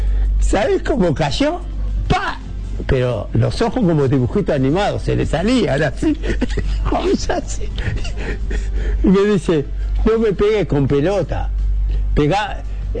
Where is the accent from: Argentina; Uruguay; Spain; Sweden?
Uruguay; nosotros acá no hablamos italiano, somos uruguayos, somos una familia